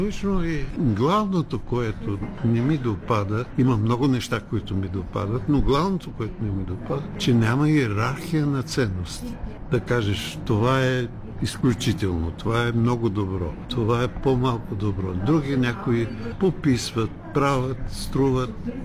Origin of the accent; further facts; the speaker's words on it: Pleven, Pleven Province, Bulgaria; аз съм от Дунавската равнина, аз съм от град Плевен